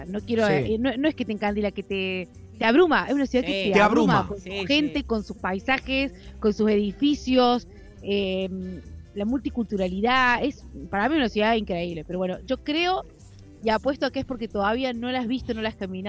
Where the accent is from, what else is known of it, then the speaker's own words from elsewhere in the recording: Ordóñez, Córdoba, Argentina; born there; moved away; yo es en un lugar más chiquito. En Ordóñez.